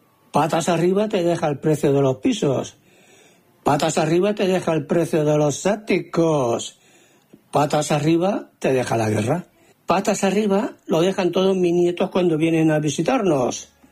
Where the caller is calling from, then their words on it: Barcelona, Catalonia, Spain; Hola, Farero … de Barcelona.